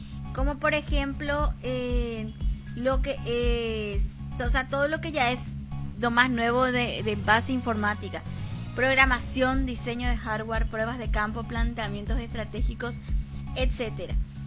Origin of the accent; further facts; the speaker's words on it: Paraguay; nosotros como paraguayos